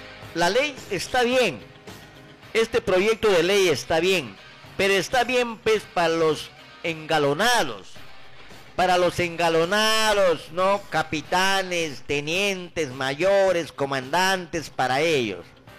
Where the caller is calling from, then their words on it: Peru; como deber peruano vengo a servir mi patria